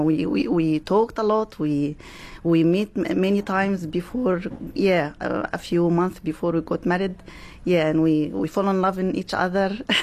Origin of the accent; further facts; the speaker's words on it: Egypt; English is a second language; moved away as an adult; now in Perth, Australia; I'm from Egypt. First came to Australia. I arrived to Melbourne at 2007. I have three kids. All my kids born here in Australia, and I moved to Perth 2013. Happy here in Australia.